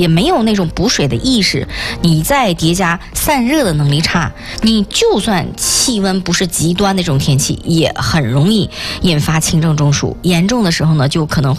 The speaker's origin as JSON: {"language": "Chinese", "region": "Northeast China", "country": "China", "accent": "Northeastern", "said": "这咱们东北话讲"}